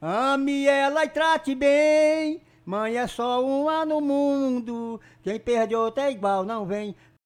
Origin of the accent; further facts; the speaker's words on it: Amazonas, Brazil; born there; Então, se vou começar lá do Javari, de onde eu nasci.